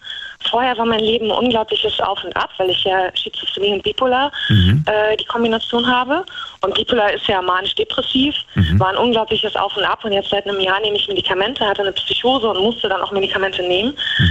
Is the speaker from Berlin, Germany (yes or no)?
no; Bonn, North Rhine-Westphalia, Germany; now in Hagen, Germany; Ich komme aus Hagen, also ursprünglich aus Bonn, aber ich wohne in Hagen.